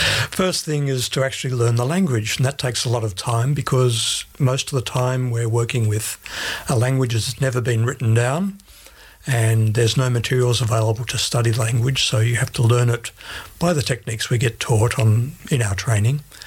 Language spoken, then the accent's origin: English; Sydney, New South Wales, Australia; moved away as an adult; also born or lived in Papua New Guinea; now in Finland; I'm originally from Australia. I was born in Sydney, grew up there, went to Papua New Guinea in the early 90s and met my wife there, who was from Finland. We worked there for 25 years and now we're living in Finland.